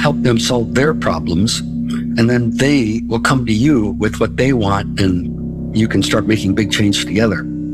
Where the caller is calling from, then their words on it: Port Townsend, Washington, United States; And I'm calling from Port Townsend, Washington.